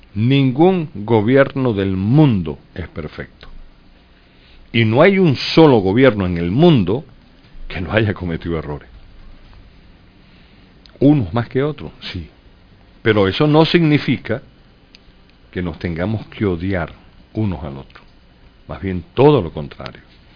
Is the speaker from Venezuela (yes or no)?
yes; Venezuela